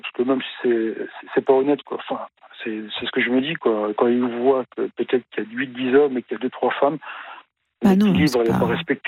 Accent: Grand Est, France; Non, mais comme je suis Lorrain, Vosgien d'origine

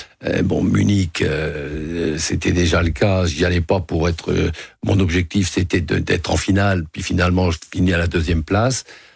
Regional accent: Hauts-de-France, France; je suis un enfant des cons, je suis du Nord, hein, je suis une lettre de carbon.

